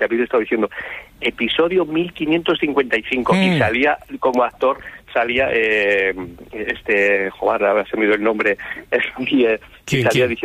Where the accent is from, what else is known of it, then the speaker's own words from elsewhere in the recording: Castile and León, Spain; now in Alcalá, Spain; estoy en Alcalá, es un culebrón ya en sí, pero yo soy de Torto de Guevara, de Burgos, y te mando un saludo desde nuestra tierrilla.